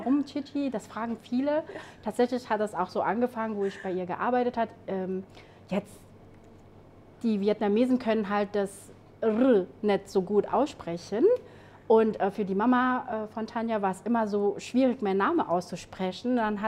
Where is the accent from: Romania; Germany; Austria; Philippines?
Philippines; Kommt aus meiner Heimat, aus den Philippinen.